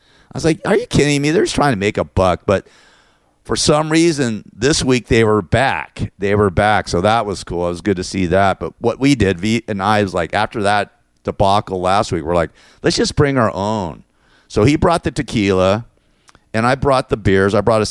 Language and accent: English; Los Angeles, California, United States; partying in my hometown of Tarzana